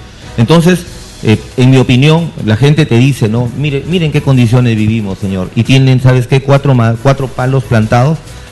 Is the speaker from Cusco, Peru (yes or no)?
no; Compín, La Libertad, Peru